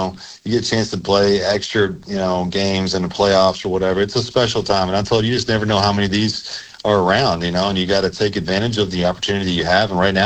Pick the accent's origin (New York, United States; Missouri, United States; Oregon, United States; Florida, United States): Missouri, United States; St. Louis; there in St. Louis as possible. So, but yeah, it's really special to me, because, like I said, it's my hometown